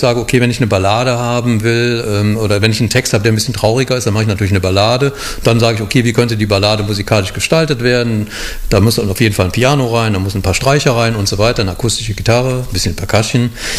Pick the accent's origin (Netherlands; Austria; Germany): Germany; Cologne, North Rhine-Westphalia; Und ich selber bin auch Kölner und sehr nah wohnhaft an Pulheim